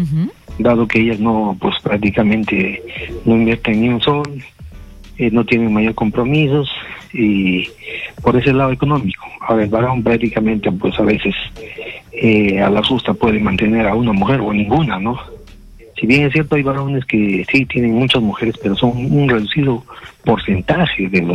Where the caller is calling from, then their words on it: Huancayo, Junín, Peru; Desde Huancayo.